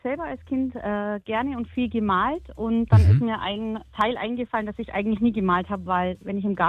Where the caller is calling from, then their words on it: Lauterbrunn, Bavaria, Germany; Aus Lauterbrunn, westlich von Augsburg.